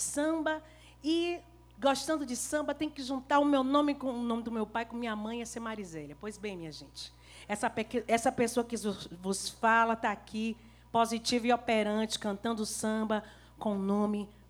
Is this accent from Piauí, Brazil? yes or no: no; Feira de Santana, Bahia, Brazil; sou de Feira de Santana